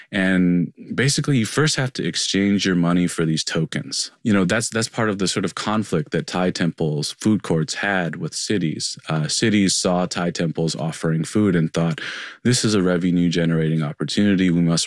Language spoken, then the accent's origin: English; Taiwan; I'm from Taiwan and we're Buddhist as well, but we're not like always at the temple.